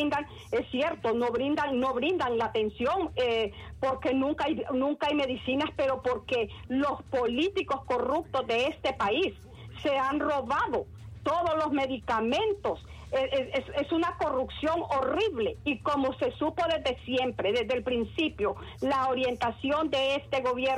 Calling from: Honduras

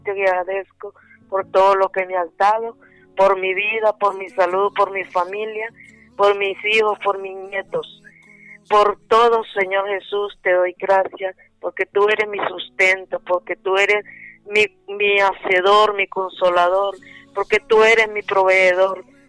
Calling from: Danlí, El Paraíso, Honduras; Te llamo de aquí, de la Colonia Los Pinos, Danlí.

